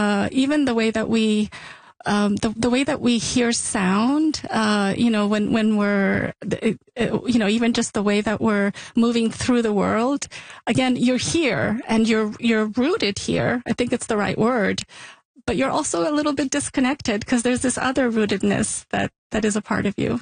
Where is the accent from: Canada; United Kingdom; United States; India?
Canada; Montreal, Quebec; it's not enough to just say I'm Canadian, or I'm a Quebecer, or I'm a Montrealer, because there's always this huge part of who we are, of who I am, my family, that is rooted in that place, in that language.